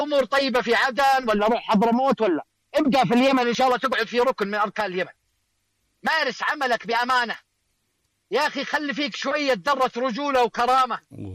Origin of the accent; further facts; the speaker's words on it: Riyadh, Riyadh Province, Saudi Arabia; مسكنا عندنا في الرياض فوق 1400 قطعه،